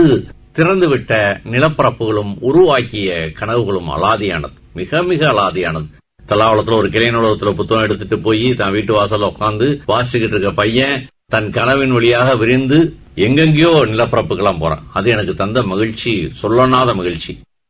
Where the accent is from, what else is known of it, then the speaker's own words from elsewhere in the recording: Madurai, Tamil Nadu, India; மதுரையில தான் இருக்கும்னு நினைக்கிறேன். அப்ப தலாகுளம் தான் என்னுடைய பூர்வீகம். நான் படித்ததெல்லாம் பெரும்பாலும் தலாகுளத்தில் படித்தேன்.